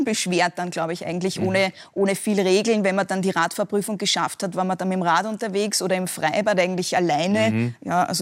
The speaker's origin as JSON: {"language": "German", "region": "Upper Austria", "country": "Austria", "tie": "born or raised there", "accent": "Upper Austrian dialect", "moved": "as an adult", "lives_now": "Vienna, Austria", "said": "ich habe noch Dialektwörter. Ich habe auch einen starken Dialekt, glaube ich, noch immer. Also wenn man mich privat, wenn jemand aus Oberösterreich ist und ich auch aus Oberösterreich bin, dann hört man es schon noch."}